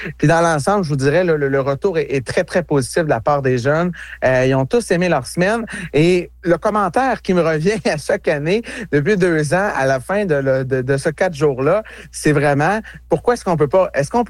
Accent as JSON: {"language": "French", "region": "Quebec", "country": "Canada", "said": "comment ça fonctionne dans les fermes chez nous en Abitibi-Ouest."}